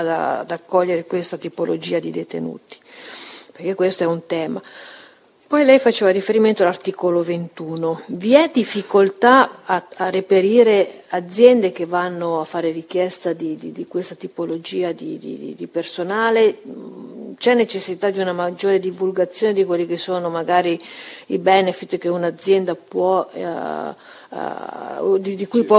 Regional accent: La Spezia, Liguria, Italy; io sono di La Spezia

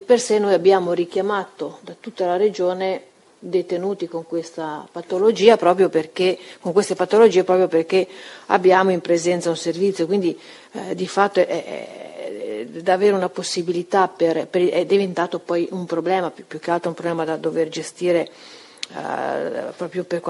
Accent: La Spezia, Liguria, Italy; io sono di La Spezia

